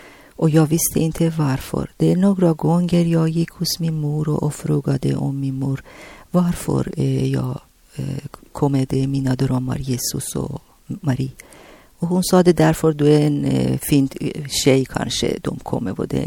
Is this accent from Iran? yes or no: yes; Tehran, Tehran Province, Iran; Swedish is a second language; moved away as an adult; now in Sweden; Jag kommer från Iran och Teheran, det är Irans huvudstad.